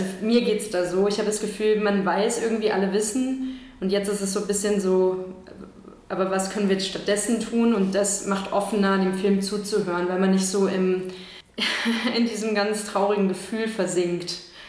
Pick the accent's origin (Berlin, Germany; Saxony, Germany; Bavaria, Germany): Berlin, Germany; born there; Und dann bin ich am Ende zurück nach Berlin gezogen, wo ich geboren bin